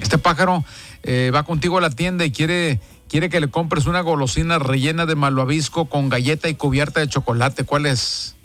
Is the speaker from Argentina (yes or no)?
no; Mexico